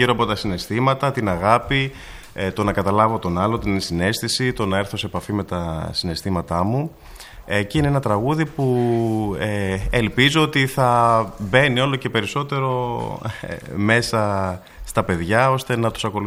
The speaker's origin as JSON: {"language": "Greek", "town": "Athens", "region": "Attica", "country": "Greece", "moved": "as an adult", "lives_now": "Zakynthos, Greece", "said": "Αναπληρωτής είμαι εγώ, από Αθήνα είμαι. Βρέθηκα τελείως τυχαία στη Ζάκυνθο."}